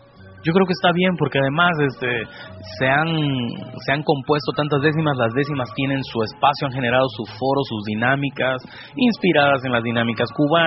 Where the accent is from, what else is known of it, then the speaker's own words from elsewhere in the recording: Veracruz, Mexico; now in United States; yo soy un jarocho migrante acá en Estados Unidos.